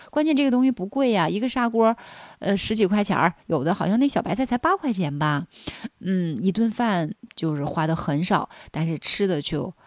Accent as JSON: {"language": "Chinese", "region": "Northeast China", "country": "China", "said": "反正可能我是东北人，非常符合我东北人的口"}